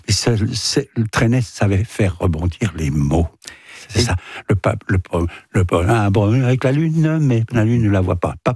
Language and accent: French; Naples, Campania, Italy; Nous venons de Naples.